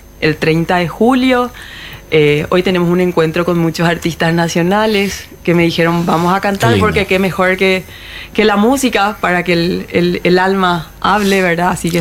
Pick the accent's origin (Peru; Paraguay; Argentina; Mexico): Paraguay; todo lo que como paraguayos siempre decimos que tenemos.